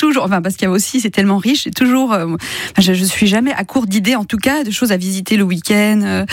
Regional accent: Brittany, France; now in Vaucluse, France; ça fait 25 ans que je suis là, mais en fait, je viens de Bretagne quand même.

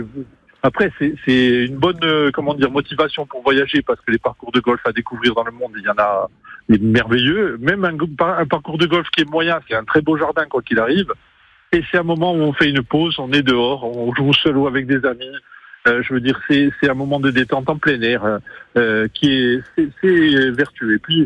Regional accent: Corsica, France; Moi, on est ici au Fiumourbe, donc c'est ma région d'origine.

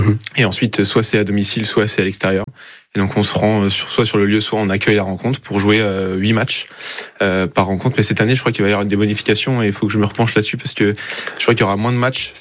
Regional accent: Nantes, Pays de la Loire, France; moved away as an adult; now in La Rochelle, France; Ben moi, à la base, je viens de Nantes.

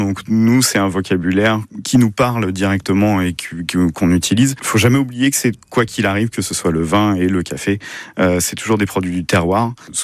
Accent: Paris, Île-de-France, France; now in Tours, France; On vient de Paris, on a déménagé, nous, sur Tours, il n'y a pas si longtemps que ça.

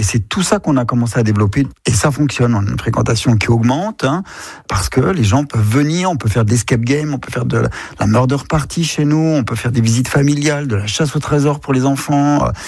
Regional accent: Grand Est, France; je viens de la Meurthe-et-Moselle, du pays du fer, parce que mon père était mineur de fer

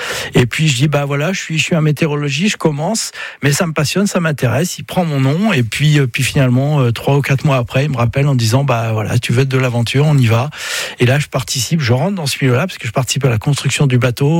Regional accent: Brittany, France; je suis breton et puis je le ressens profondément. Donc, de la vallée de la Rance, juste derrière Saint-Malo

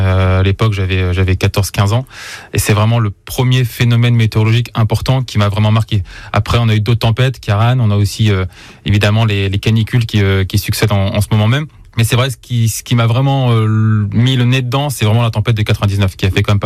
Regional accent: Aunay-sur-Odon, Normandy, France; born there; also born or lived in Caen; Alors moi je suis plus campagne, donc je suis né dans le Bocage, je suis né à Aunay-sur-Odon. Donc en 1985, ça fait déjà plus de 40 ans, mine de rien.

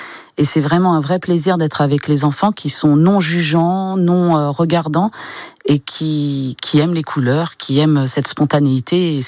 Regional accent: Mayenne, Pays de la Loire, France; also born or lived in Laval; je suis de Montigné-le-Briand, née à Laval, et j'ai grandi entre Montigné et Ahuillé.

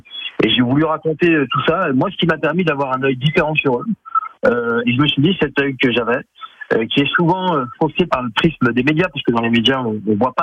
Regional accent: Lyon, Auvergne-Rhône-Alpes, France; à Lyon, que je suis lyonnais.

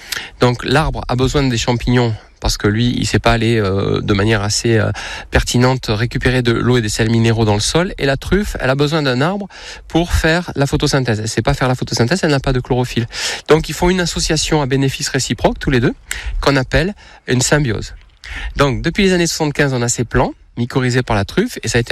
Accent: Nouvelle-Aquitaine, France; now in Nespouls, France; je suis originaire du Périgord, et mes grands-parents, mes arrière-grands-parents avaient des fermes en Périgord

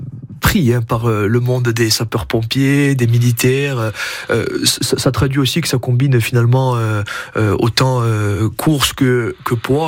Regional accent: Corsica, France; Chez nous, en Corse

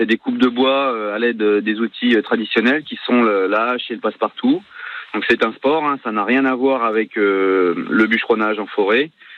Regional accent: Gurgy, Bourgogne-Franche-Comté, France; now in Chaource, France; Moi, je suis originaire de Gurgi, à côté d'Auxerre. Et maintenant, j'habite à Chaours, dans l'Aube.

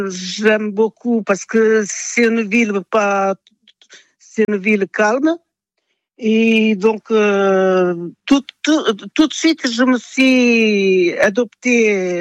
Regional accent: Vila Real, Norte, Portugal; moved away as an adult; now in France; Voilà, je suis née au Portugal à... Dans le nord, que ça s'appelle Vila Real, donc c'est le Douro. Donc j'étais au Portugal jusqu'à l'âge de 19 ans.

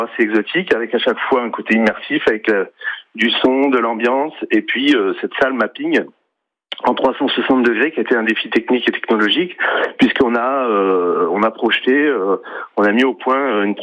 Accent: Céret, Occitanie, France; moved away; un patrimoine naturel et culturel assez exceptionnel ici en pays catalan. Donc d'où je suis, puisque moi je suis de Céret, et il y avait ce côté retour aux sources.

